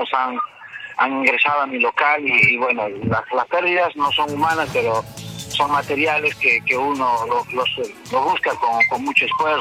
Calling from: Cusco, Peru; yo me siento muy indignado como cusqueño

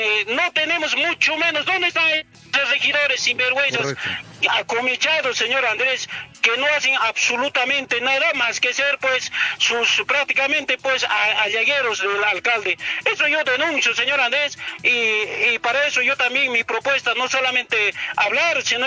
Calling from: San Jerónimo, Cusco, Peru; Te llamo desde San Jerónimo

